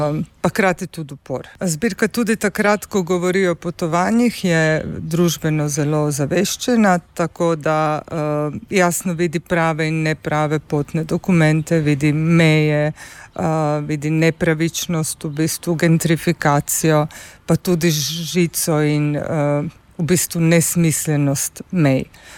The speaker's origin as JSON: {"language": "Slovenian", "town": "Pula", "region": "Istria County", "country": "Croatia", "tie": "born or raised there", "second_language": "Slovenian", "moved": "yes", "lives_now": "Ljubljana, Slovenia", "said": "Ker sem odraščala v Pulju, ki je večjezično in multikulturno območje"}